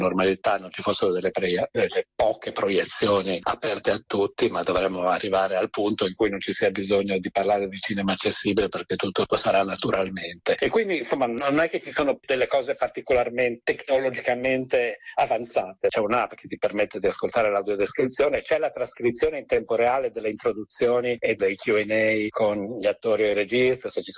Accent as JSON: {"language": "Italian", "town": "Udine", "region": "Friuli-Venezia Giulia", "country": "Italy", "tie": "born or raised there", "said": "Udine è la mia città d'origine, è anche quella che insomma ha creduto nel progetto fin dall'origine."}